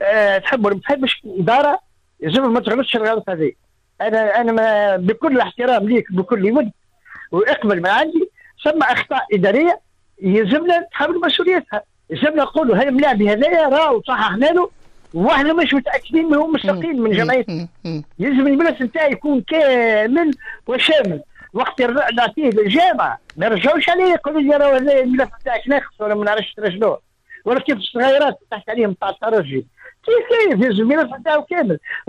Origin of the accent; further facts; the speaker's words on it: southern Tunisia, Tunisia; انا من الجنوب التونسي